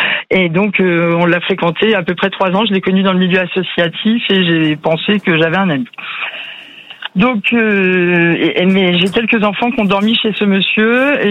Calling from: Massif Central, France; Alors moi j'habite dans le Massif central maintenant.

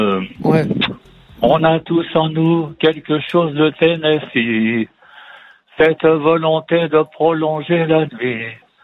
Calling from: Saint-Julien-de-Concelles, Pays de la Loire, France; De Saint-Julien-de-Concel, qui se trouve dans la banlieue de Nantes.

